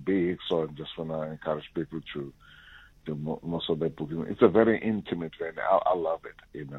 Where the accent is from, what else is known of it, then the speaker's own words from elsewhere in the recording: Durban, KwaZulu-Natal, South Africa; myself and … we are both guys from Durban. And, you know, once a Durbanite, always a Durbanite.